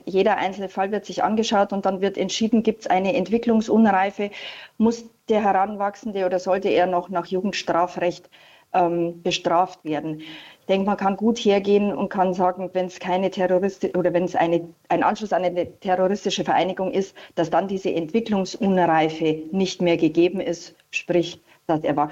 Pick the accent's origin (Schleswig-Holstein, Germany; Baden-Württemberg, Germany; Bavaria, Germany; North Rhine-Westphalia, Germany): Bavaria, Germany; ich komme aus Bayern